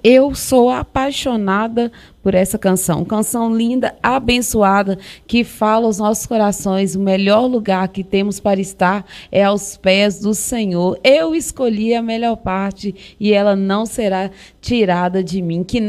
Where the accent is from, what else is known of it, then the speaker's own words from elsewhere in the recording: Pedro Leopoldo, Minas Gerais, Brazil; Aí eu fico feliz demais que minha terra tá ligada aí, ué.